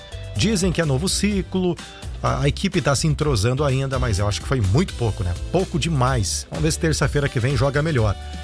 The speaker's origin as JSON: {"language": "Portuguese", "country": "Brazil", "said": "Eu sou italiano. Sou brasileiro e italiano"}